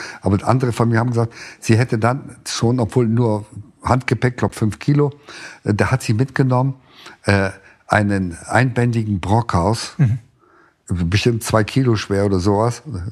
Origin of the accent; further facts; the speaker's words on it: Lohne, Lower Saxony, Germany; sind wir in einem vertriebenen Lager aufgewachsen. Als Kind am Rande eines kleinen Städtchens, weit am Rande, nur